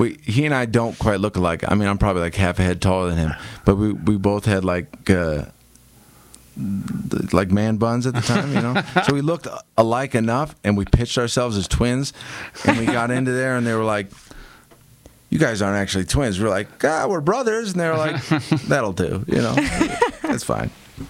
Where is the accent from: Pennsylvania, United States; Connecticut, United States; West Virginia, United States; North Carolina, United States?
Connecticut, United States; now in Wyoming, United States; Born and raised in Connecticut, yeah.